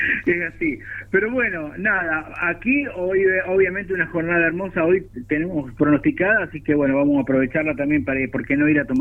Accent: Tierra del Fuego, Argentina; moved away; pareciera que no somos fueguinos, pero sí, en realidad el frío te mata allá

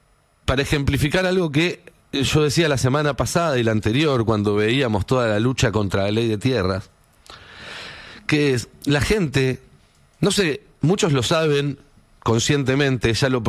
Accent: Argentina; nosotros somos Argentina

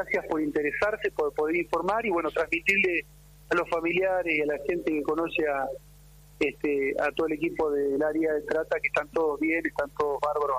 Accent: San Carlos de Bariloche, Río Negro, Argentina; Somos de Bariloche, lo conocemos eso

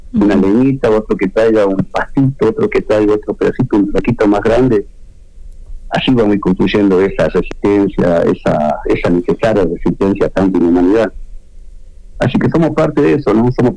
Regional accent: Jujuy, Argentina

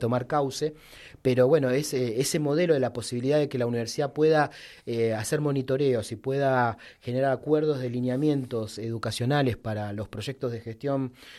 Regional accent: Boulogne Sur Mer, Buenos Aires Province, Argentina; yo vengo del Bajo Boulogne, de la villa del Bajo Boulogne

